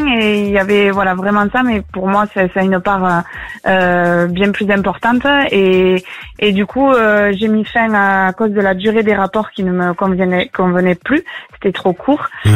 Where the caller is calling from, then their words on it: Toulouse, Occitanie, France; Je suis à Toulouse.